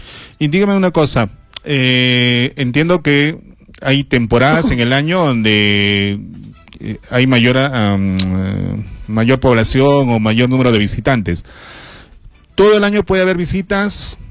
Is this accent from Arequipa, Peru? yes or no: yes; Arequipa, Peru; Podamos decir así como verdaderos arequipeños, sí quiero esta tierra